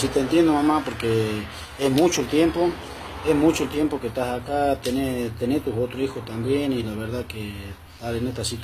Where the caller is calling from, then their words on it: Joaquín V. González, Salta, Argentina; soy de Joaquín B. González.